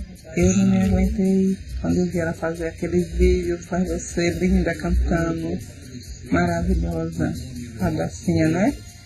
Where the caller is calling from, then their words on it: Bahia, Brazil; falo de Apanha, Bahia. Sou da igreja do pastor João Evangelista.